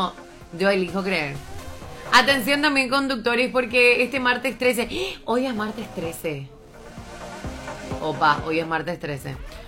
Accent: Paraguay; nosotros como un paraguayo

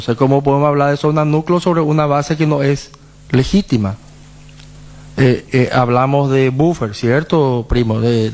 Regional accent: Paraguay; born there; nosotros formamos parte también del pueblo indígena. Somos originarios de acá.

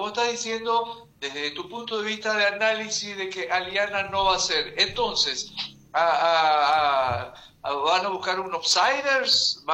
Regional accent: Paraguay; nosotros personalmente como ciudadanos paraguayos

